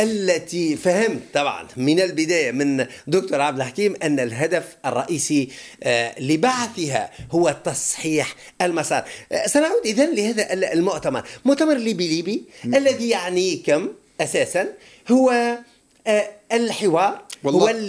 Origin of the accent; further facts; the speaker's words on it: Tunisia; نحن في تونس